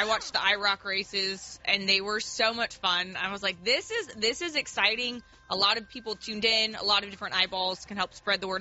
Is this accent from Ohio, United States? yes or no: no; Houston, Texas, United States; This is the longest I've ever lived anywhere outside of college and growing up in Houston